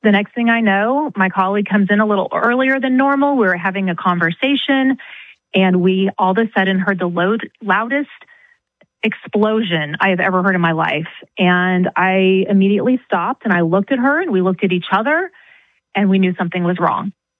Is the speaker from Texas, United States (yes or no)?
yes; Texas, United States; I was, again, I'm from Texas, 23 years old.